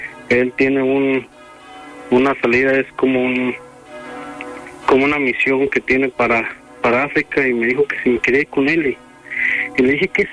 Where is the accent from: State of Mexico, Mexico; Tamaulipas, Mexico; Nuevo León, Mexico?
State of Mexico, Mexico; Tezcatitlán; now in United States; Desde el sur del Estado de México, de un pueblito que se llama Tezcatitlán.